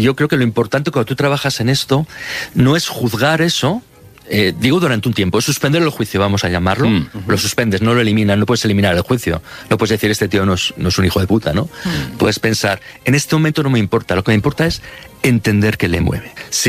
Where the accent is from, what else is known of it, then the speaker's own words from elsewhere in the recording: Spain; ¿cómo es posible que en mi país hayamos acabado una guerra civil en el siglo pasado, yo qué sé, en el 36, o si quieres llevarlo al final de la dictadura, ¿no? En el 75